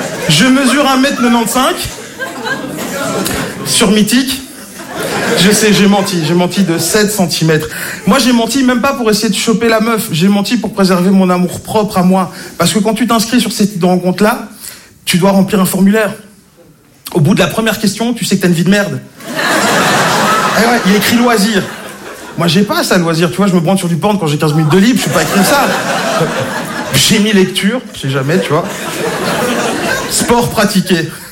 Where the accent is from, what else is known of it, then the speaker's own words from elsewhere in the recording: Belgium; Alors je viens de Belgique.